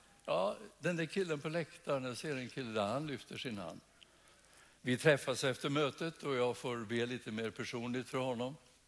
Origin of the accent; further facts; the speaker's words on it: Sala, Västmanland County, Sweden; Jag är från Sala, jag bor i Sala.